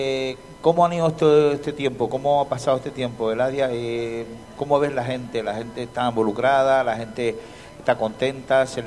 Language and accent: Spanish; La Gomera, Canary Islands, Spain; yo soy de La Gomera